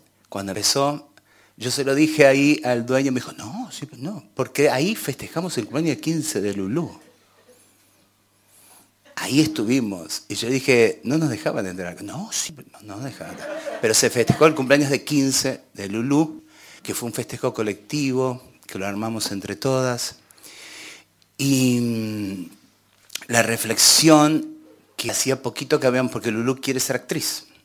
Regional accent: Argentina; Salgo de mi país, entro en mi país

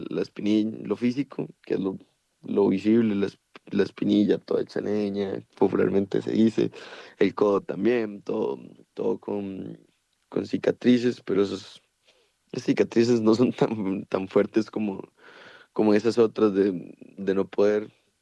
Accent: Pérez Zeledón, San José, Costa Rica; moved away as an adult; now in Heredia, Costa Rica; yo soy de Pérez Zeledón, vivo aquí en Heredia hace relativamente poco, entré en 2022 a la universidad

